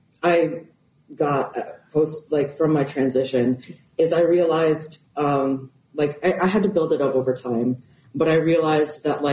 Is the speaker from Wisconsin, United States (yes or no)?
yes; Wisconsin, United States; I grew up in Wisconsin.